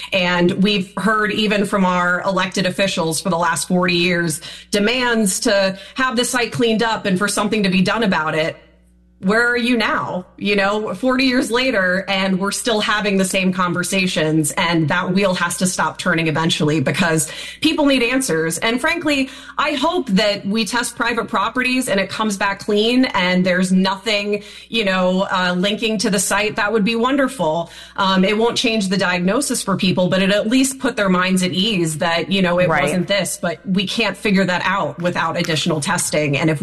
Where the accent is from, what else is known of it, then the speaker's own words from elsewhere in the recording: Alaska, United States; moved away; I'm from Alaska originally. My husband and I are both from Alaska. We've lived here for 3 years.